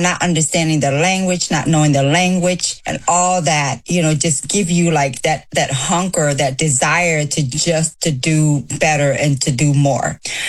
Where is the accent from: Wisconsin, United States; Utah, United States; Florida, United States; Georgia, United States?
Wisconsin, United States; born there; growing up in Wisconsin as a refugee